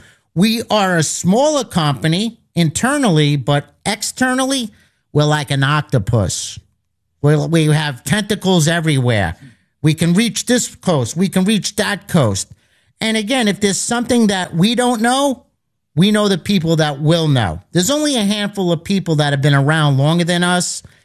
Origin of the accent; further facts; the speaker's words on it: Hoboken, New Jersey, United States; I grew up in Hoboken, New Jersey. And it was a different time back then.